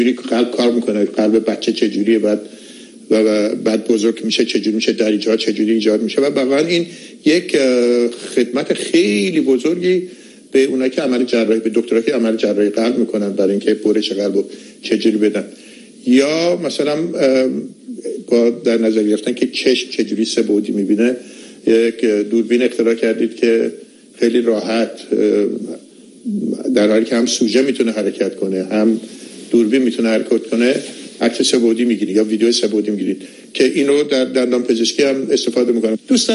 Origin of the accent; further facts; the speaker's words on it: Iran; واقعا داشتن همچین هموطنانی برای من به عنوان یک ایرانی باعث بسیار خیلی غرورآمیز و غرورانگیز.